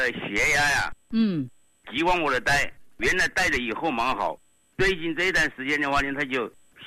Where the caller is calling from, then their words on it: Xiantao, Hubei, China; 我是仙桃城区。